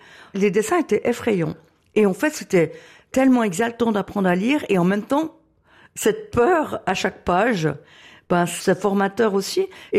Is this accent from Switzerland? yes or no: yes; Saint-Maurice, Valais, Switzerland; Moi, mon décalage m'a sauvé la vie, m'a déformaté, je viens du Valais.